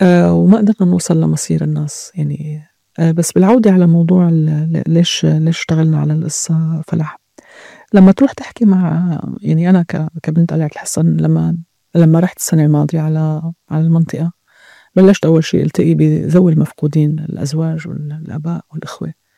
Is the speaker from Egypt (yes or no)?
no; Syria; ما لازم نحن نشوف بعضنا كلنا كسوريين.